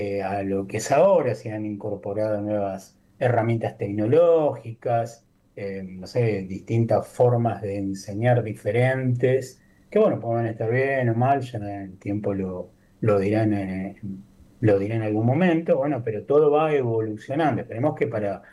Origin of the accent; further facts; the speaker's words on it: Argentina; Somos dos docentes de Argentina que estamos postulados a los 50 mejores docentes del mundo, ¿no?